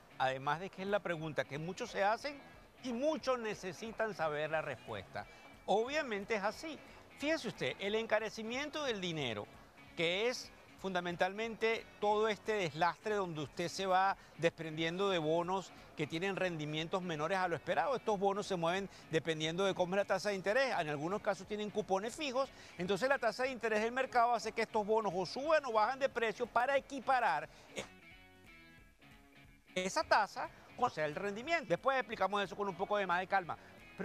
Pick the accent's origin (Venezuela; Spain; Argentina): Venezuela; soy el venezolano